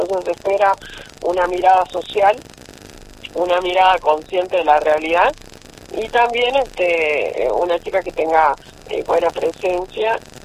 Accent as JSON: {"language": "Spanish", "region": "Salta", "country": "Argentina", "said": "yo soy orgullosísima de Salta, con todas sus localidades"}